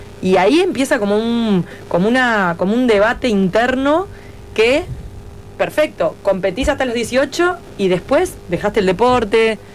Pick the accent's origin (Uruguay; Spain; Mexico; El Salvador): Uruguay; más allá de lo que yo era como talento uruguayo